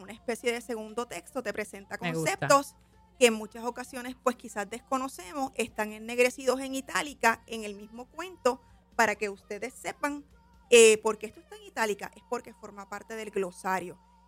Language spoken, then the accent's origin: Spanish; Mayagüez, Puerto Rico; now in Cupey, Puerto Rico; Yo soy de Mayagüez.